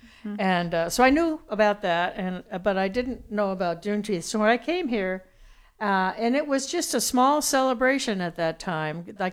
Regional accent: New York, United States; now in Texas, United States; I'm proud to say that my small town in upstate New York had four underground railroad stations in our very small community.

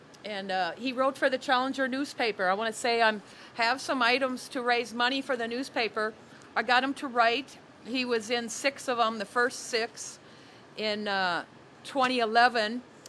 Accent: Minnesota, United States; moved away; That's why I stay here. I'm originally from Minnesota. But I knew when I came here and they were fighting for the airport and boycotting the mall that I was in the right place.

